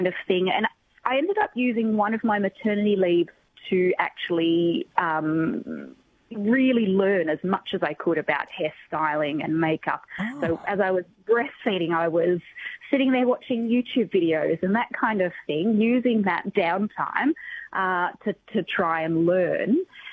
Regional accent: Tasmania, Australia; Look, I grew up in Tasmania, and I knew from quite early on that I enjoyed vintage fashion

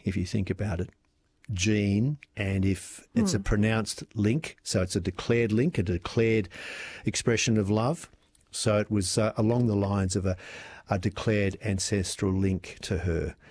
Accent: New Zealand; Being a Kiwi, my own, one and only tattoo reflects my heritage and a deep love and affinity for New Zealand.

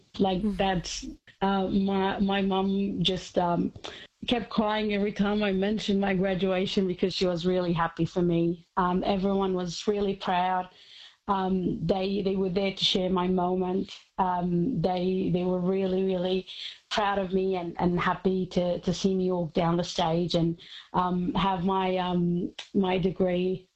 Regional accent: Syria; also born or lived in Kurdistan; now in Australia; I am originally from Syria. I lived there until 2013 when we had to leave due to the war. And I lived in Kurdistan for 4 years before moving to Australia in 2017.

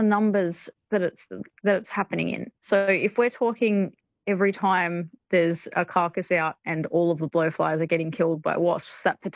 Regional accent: Sydney, New South Wales, Australia

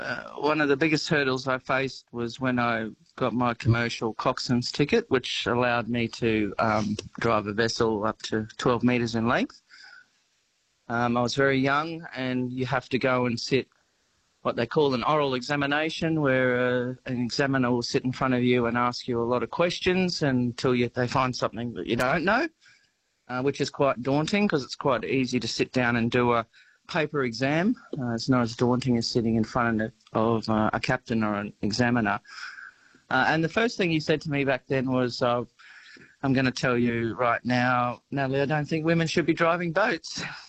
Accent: Queensland, Australia; And of course, I went to the Barrier Reef from Queensland. I grew up in Queensland. So I really haven't looked back.

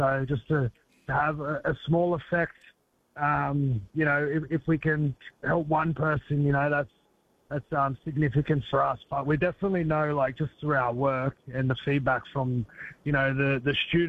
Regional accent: Australia; So as an Australian, I feel like we should want to learn more about it.

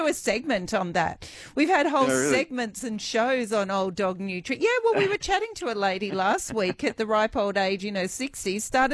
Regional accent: Wales, United Kingdom; As a Welsh girl myself

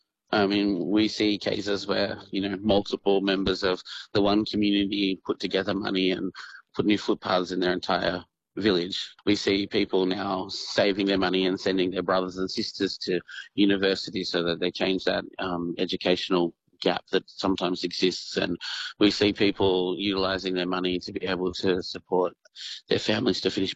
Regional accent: Australia; As an Aussie born and bred, I would say, you know, when we can speak six or seven different languages

